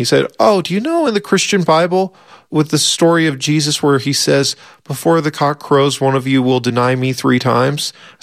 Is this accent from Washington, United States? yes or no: yes; Seattle, Washington, United States; When I grew up in Seattle, I remember doing a field trip to downtown Seattle